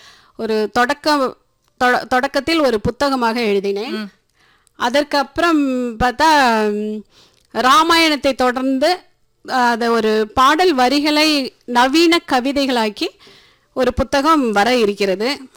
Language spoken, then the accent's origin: Tamil; Shekkalmudi, Tamil Nadu, India; நான் பிறந்து வளர்ந்ததெல்லாம் வால்பாறை பக்கத்தில் இருக்கிற ஷேக்கில் முடி அப்படிங்கிற எஸ்டேட்ல தான் பிறந்து வளர்ந்தேன்.